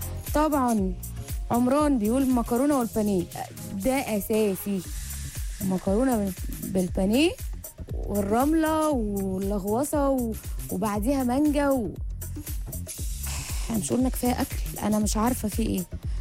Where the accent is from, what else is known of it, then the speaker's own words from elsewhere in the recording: Egypt; احنا كمصريين